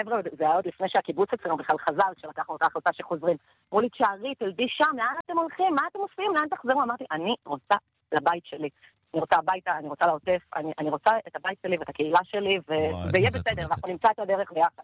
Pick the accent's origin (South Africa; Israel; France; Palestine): Palestine; Beit Arye, West Bank; באנו לבקר את ההורים שלי בבית אריה. כאן גדלתי, כן